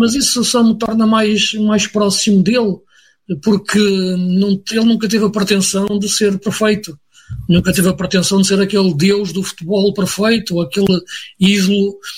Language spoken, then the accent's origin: Portuguese; Porto, Norte, Portugal; also born or lived in Braga; Nasci em Braga, mas cresci no Porto.